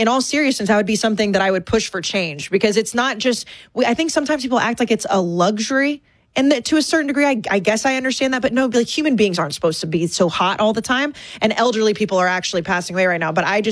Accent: Texas, United States; I grew up in Texas, so I'm a Buc-ee's girl.

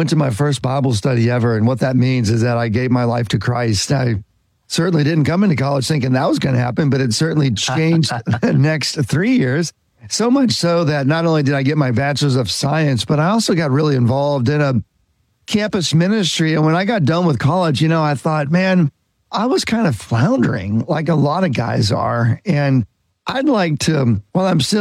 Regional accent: Indiana, United States; I grew up in Indiana, went to college at Purdue University.

